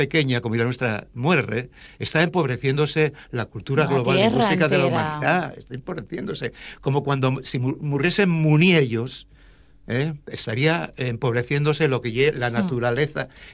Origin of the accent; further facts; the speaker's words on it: Asturias, Spain; Y además, uno porque somos asturianos y ye nuestro, pero ye que además como ciudadanos del mundo. Yo soy un ciudadano del mundo desde aquí, desde Asturias.